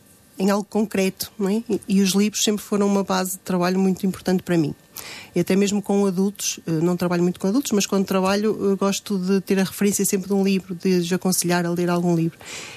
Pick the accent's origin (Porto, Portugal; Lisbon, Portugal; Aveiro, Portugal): Aveiro, Portugal; Oliveira de Azeméis; also born or lived in São João da Madeira; now in Guarda, Portugal; Eu realmente não sou de cá. Sou da zona de Aveiro, mais concretamente de Oliveira das Mães. Uhum. E estudei, também fiz o meu percurso escolar em São João da Madeira.